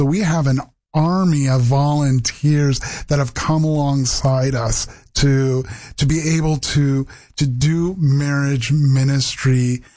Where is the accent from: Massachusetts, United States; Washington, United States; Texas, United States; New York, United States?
Washington, United States; Vancouver; also born or lived in South America; I grew up right here in the Pacific Northwest in Vancouver, Washington. Was born and raised there, but quickly after graduating from the university, I actually found myself down in South America.